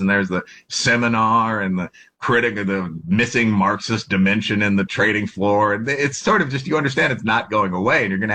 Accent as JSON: {"language": "English", "town": "East Aurora", "region": "Illinois", "country": "United States", "tie": "born or raised there", "also_born_or_lived": "Chicago", "said": "But I mean, I grew up in East Aurora, just outside of Chicago. I was born in Chicago itself."}